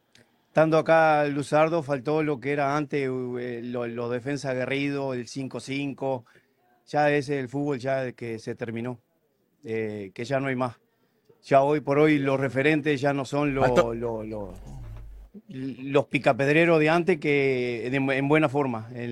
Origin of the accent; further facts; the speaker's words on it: Montevideo, Uruguay; moved away; No, no nací, ahí me crié.